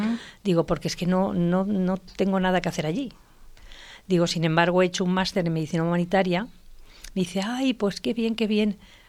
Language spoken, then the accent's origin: Spanish; Murcia, Region of Murcia, Spain; moved away as an adult; now in Madrid, Spain; Entonces mi padre al final, para que pudiéramos estudiar todos, se trasladó a Madrid. Y yo me trasladé de Murcia a Madrid